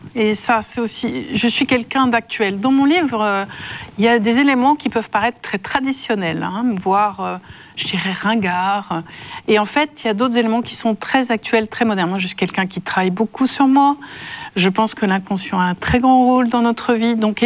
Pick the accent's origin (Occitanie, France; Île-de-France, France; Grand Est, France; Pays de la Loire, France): Grand Est, France; Nancy; à Nancy, ma ville natale